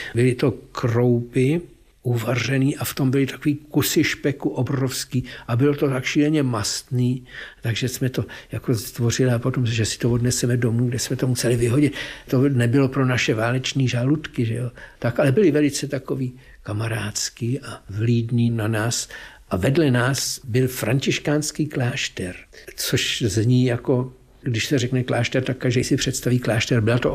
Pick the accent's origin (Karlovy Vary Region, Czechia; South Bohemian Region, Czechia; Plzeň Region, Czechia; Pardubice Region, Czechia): Plzeň Region, Czechia; Plzeň; moved away; Poněvadž jsem Plzeňák a v Plzni máme mnoho příbuzenstva